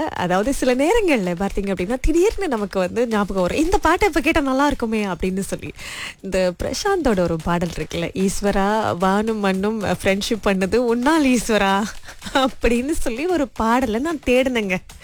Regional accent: Selangor, Malaysia; ஒன்று நாம அதாவது ஸ்லாங்கூர்காரவங்க

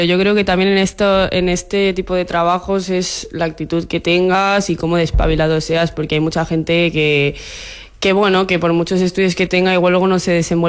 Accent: Ibiza, Balearic Islands, Spain; moved away as an adult; now in Mallorca, Spain; De Ibiza solo yo.

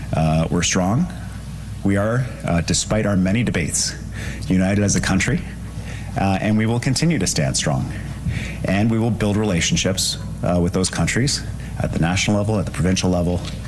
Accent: British Columbia, Canada; And that's why, as British Columbians and as Canadians, we have been working to diversify our trade relationships

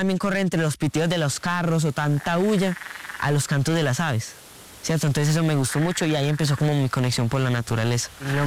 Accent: Salento, Quindío, Colombia; Técnicamente llevo en la sangre, porque desde que yo nací o desde que me criaron acá en Salento, yo siempre estaba muy conectado con la naturaleza.

